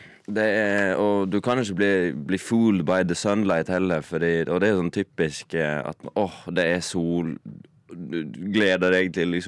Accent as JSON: {"language": "Norwegian", "town": "Leikanger", "region": "Vestland", "country": "Norway", "moved": "yes", "said": "hjemme i Leikanger"}